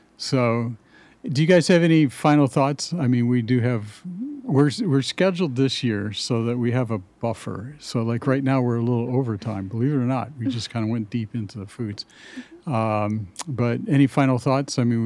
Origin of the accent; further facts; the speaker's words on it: Cleveland, Ohio, United States; now in Binghamton, United States; Yeah, I'm originally from Cleveland